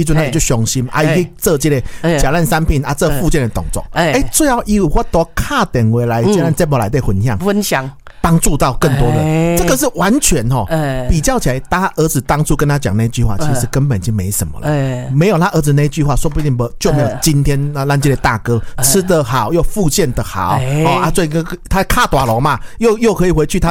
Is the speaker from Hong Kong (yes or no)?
no; Taiwan; 因为过去我们台湾人都比较去忌讳去谈这个老后啦